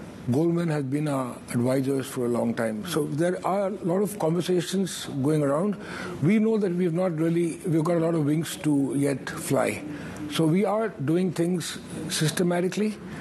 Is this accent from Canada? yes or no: no; India; moved away as an adult; now in Hong Kong; Well, you know, I'm Indian. I've lived 45 years in Hong Kong.